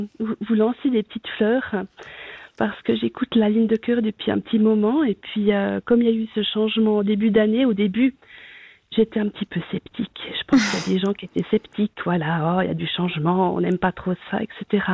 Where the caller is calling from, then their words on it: Solothurn, Switzerland; Alors, moi, j'appelle du canton de Soleure.